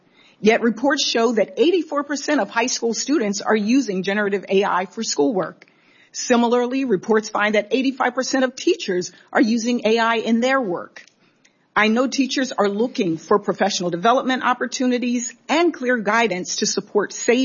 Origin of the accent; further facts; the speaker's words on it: Delaware, United States; My home state of Delaware is doing amazing work on this front